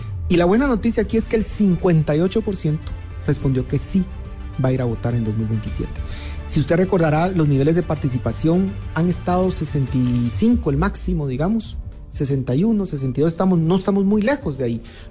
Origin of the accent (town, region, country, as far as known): Guatemala